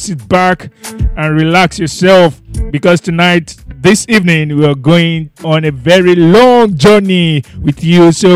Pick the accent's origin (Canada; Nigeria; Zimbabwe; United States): Nigeria; as a Nigerian